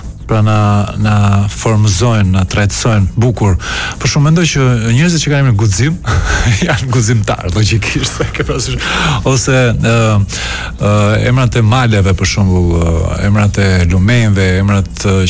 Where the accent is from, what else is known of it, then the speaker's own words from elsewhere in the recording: Tirana, Tirana County, Albania; born there; ne jemi nga Korça me origjin, babi im ka lindur në Tiranë dhe unë kam lindur në Tiranë